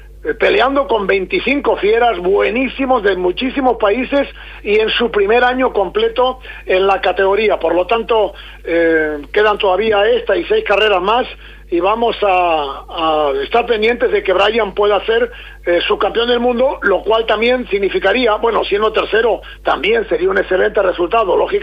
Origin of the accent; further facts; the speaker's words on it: Cantabria, Spain; siendo cántabro